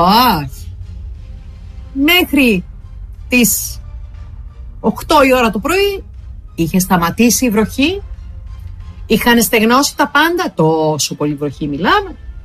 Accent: Thessaloniki, Central Macedonia, Greece; moved away as an adult; Στην πατρίδα μου, τη Θεσσαλονίκη

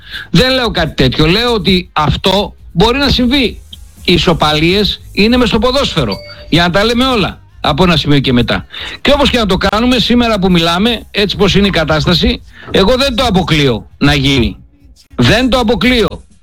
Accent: Thessaloniki, Central Macedonia, Greece; σαν Σαλονικιός και σαν Βορειοελλαδίτης

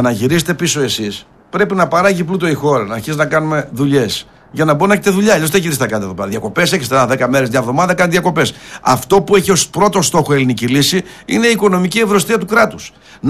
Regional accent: Thessaloniki, Central Macedonia, Greece; Ήρθαμε και στη Θεσσαλονίκη για να μην κάνει παράπονα η πόλη μου.

